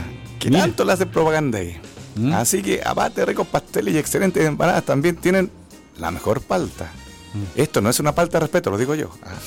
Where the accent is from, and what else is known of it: Chile